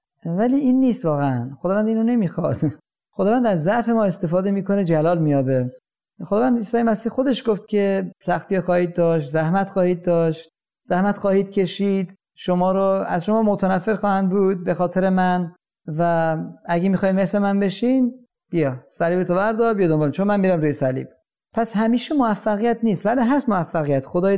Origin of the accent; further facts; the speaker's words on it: Iran; ماها همه در ایران متولد شدیم، بزرگ شدیم